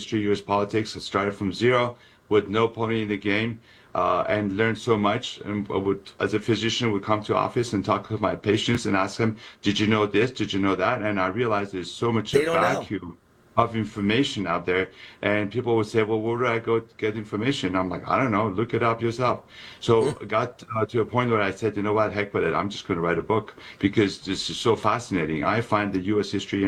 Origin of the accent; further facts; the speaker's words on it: Iran; moved away; I'm an immigrant from Iran, 1979, the proverbial 47 years ago, when the mullahs came to Iran, me and 2 million other Iranians flee away from them.